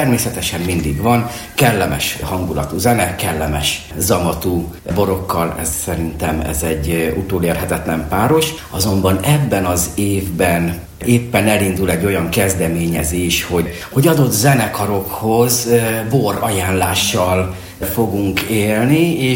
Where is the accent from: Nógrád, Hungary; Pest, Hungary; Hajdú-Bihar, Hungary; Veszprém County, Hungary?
Hajdú-Bihar, Hungary; Debrecen; born there; itt nőttem fel a Boris Jazz napokon